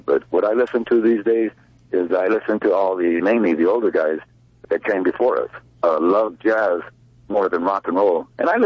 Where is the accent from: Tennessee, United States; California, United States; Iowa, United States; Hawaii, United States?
California, United States; Monrovia; I grew up in Monrovia, California. It's in Los Angeles County. And I grew up there up until probably around my 20 years.